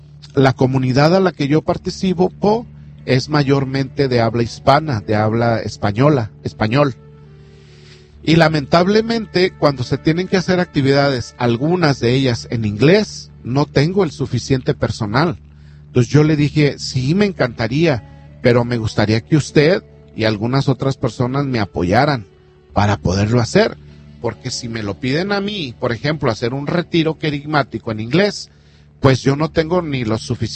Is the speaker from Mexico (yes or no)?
yes; Mexico; now in United States; yo, que soy mexicano